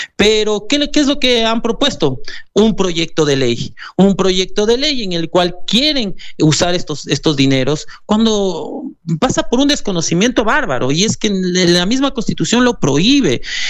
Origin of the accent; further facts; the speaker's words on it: Ecuador; Que mientras nosotros como ecuatorianos entendamos que servir de caudillos o hacer normas que sirvan simplemente a gobiernos de turno, jamás en la vida va a progresar este país.